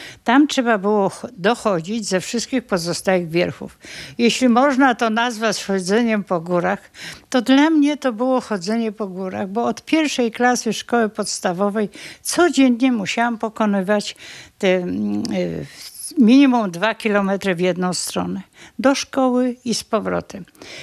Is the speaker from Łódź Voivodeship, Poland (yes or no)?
no; Bukowina Tatrzańska, Lesser Poland, Poland; Ja się urodziłam w górach, można tak powiedzieć. W Bukowinie Tatrzańskiej i to nie w centrum, a dość daleko.